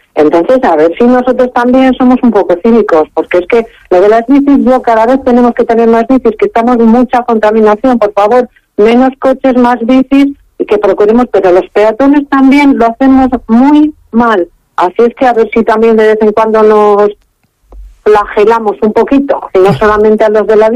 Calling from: Burgos, Castile and León, Spain; yo soy de Gamonal

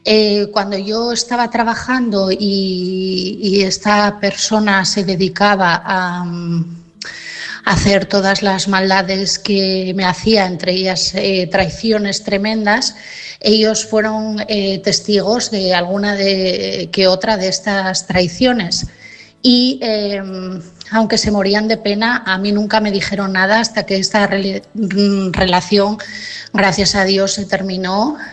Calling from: Asturias, Spain; de Asturias.

